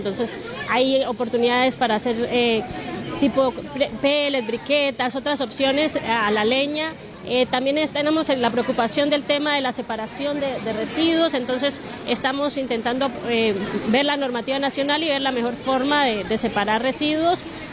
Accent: Colombia; moved away as an adult; now in Tacuarembó, Uruguay

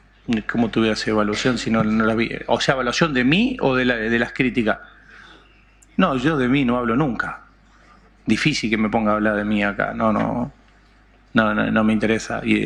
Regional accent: Argentina

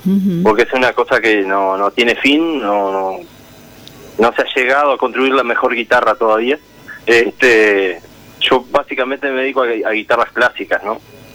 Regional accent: Isla Patrulla, Treinta y Tres, Uruguay; moved away as an adult; now in Tacuarembó, Uruguay; Soy de los Moreiras de Isla Patrulla.

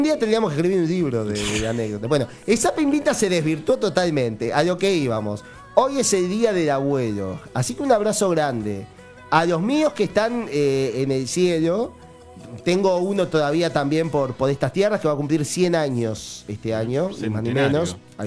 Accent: Uruguay; born there; O sea, nací en Uruguay.

